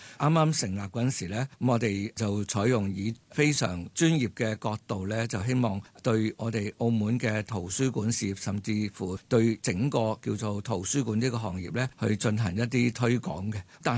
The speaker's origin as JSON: {"language": "Cantonese", "country": "Hong Kong", "tie": "born or raised there", "moved": "yes", "lives_now": "Macau", "said": "我是在香港长大的，现在就刚刚在澳门大学图书馆那边退了休了。"}